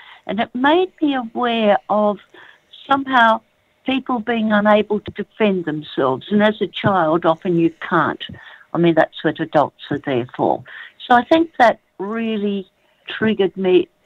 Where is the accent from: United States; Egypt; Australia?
Australia; Perth, Western Australia; I was born in Western Australia, which is, of course, Perth, and that was all sandy and sand hills. And the time I was born, I think Perth only had maybe 100,000 people. So, you know, it was lightly populated, and there was lots of bush, and there were animals, and there were birds everywhere